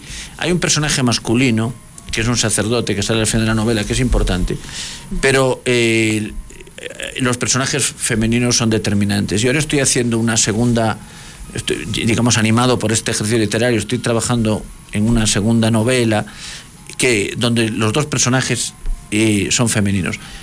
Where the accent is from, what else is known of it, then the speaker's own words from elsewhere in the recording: A Coruña, Galicia, Spain; moved away as an adult; Galicia, ¿no? Donde yo viví mis primeros 23 años.